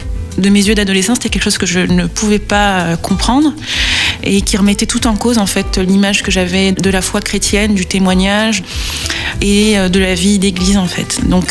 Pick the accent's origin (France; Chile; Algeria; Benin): France; Réunion; born or raised there; also born or lived in Marseille / Valenciennes / French Guiana